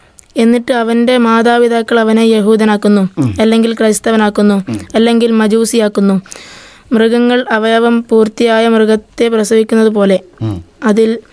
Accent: Kannur, Kerala, India; വീട് കണ്ണൂർ.

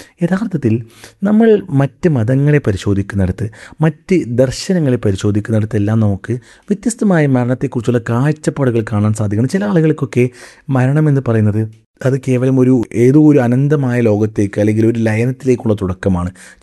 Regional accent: Kerala, India; born there; നേപ്പാളിലെ പ്രളയത്തിൽ പെടാതെ ഞാൻ കേരളത്തിൽ ജനിച്ചത് എന്തുകൊണ്ട്?

